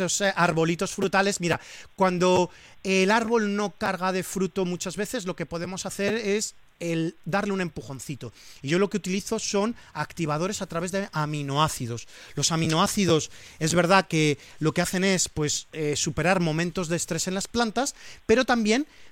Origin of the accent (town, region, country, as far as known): Valencian Community, Spain